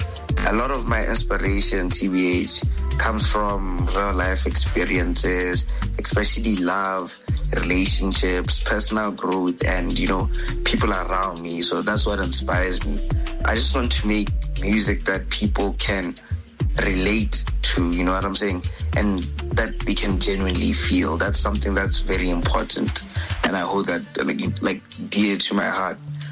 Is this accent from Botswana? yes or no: yes; Botswana; I'm a Zimbabwean artist who was born and raised in Botswana.